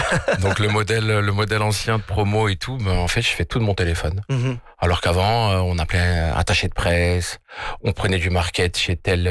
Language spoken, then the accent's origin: French; France; Étant donné que je suis originaire de France, j'ai grandi et né en France, je me suis dit, tiens, il faut qu'on fasse quelque chose d'original.